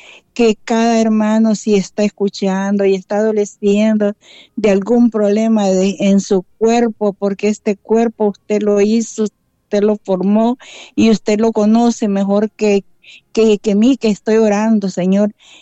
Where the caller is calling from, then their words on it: San Pedro Sula, Cortés, Honduras; Le llamo de San Pedro Sula.